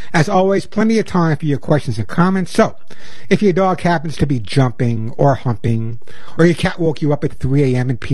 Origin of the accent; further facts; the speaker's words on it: New York, United States; I grew up on Long Island. I know I lost my accent, but I grew up on Long Island. I'm a New Yorker originally